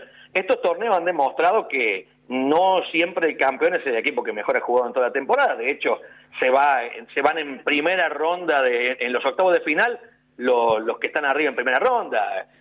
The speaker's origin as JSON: {"language": "Spanish", "town": "Río Cuarto", "region": "Córdoba", "country": "Argentina", "tie": "born or raised there", "said": "Yo como que soy de Río Cuarto, no soy hincha, no tengo que andar diciéndole a la gente ni mintiéndole que soy neutral."}